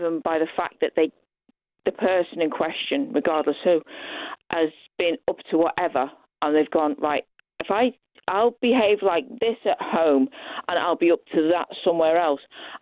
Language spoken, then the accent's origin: English; Liverpool, North West England, United Kingdom; I'm from Liverpool and we are a bit suspicious bunch at the best of times.